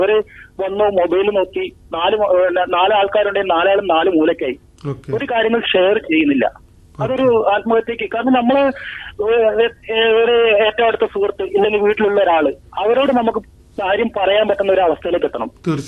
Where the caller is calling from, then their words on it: Kasaragod, Kerala, India; ഞാൻ കാസർഗോഡ് നിന്നാണ് വിളിക്കുന്നത്.